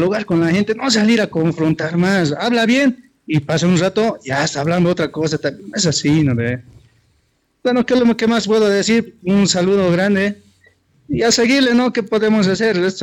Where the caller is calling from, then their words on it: El Alto, La Paz, Bolivia; Yo vivo aquí en el Alto, ¿ya? En el Jacauta, yo es donde vivo.